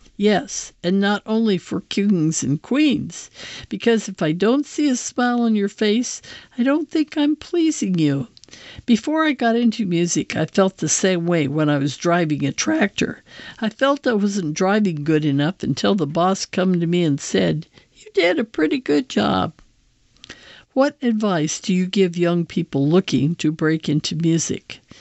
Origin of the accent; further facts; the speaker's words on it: Louisiana, United States; I'm from Louisiana. I love cooking better than I do playing the guitar.